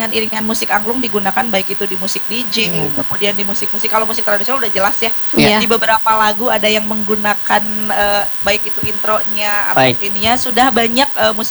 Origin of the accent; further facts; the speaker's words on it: West Java, Indonesia; Kita orang Sunda punya nada sendiri namanya Damina Tilada.